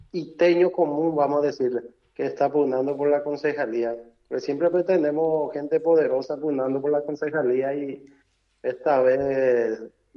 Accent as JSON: {"language": "Spanish", "town": "Itá", "region": "Central", "country": "Paraguay", "said": "yo soy de la compañía Iwobi"}